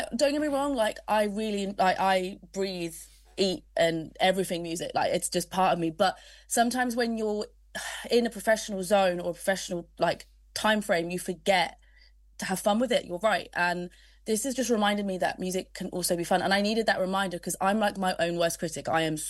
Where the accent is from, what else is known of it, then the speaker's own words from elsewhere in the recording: Surrey, South East England, United Kingdom; growing up in Surrey as an LGBTQ plus person, there wasn't really much out there for me as a student.